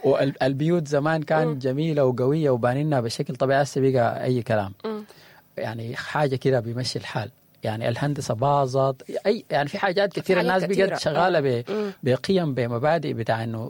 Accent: Sudan; اللي نحن عايشينه يعني كسودانيين

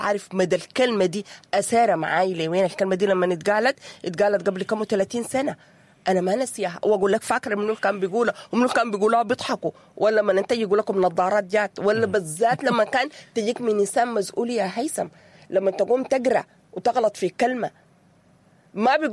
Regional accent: Sudan; نحن كسودانيين مجتمع علاقاتي

